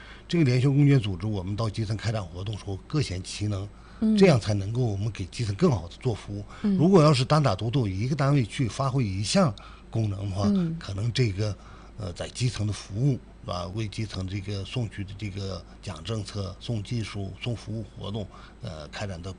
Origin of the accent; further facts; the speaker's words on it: Inner Mongolia, China; moved away; 因为我从小就在牧区长大，因为我就从牧区出来的，对这个牧区的需求情况比较了解，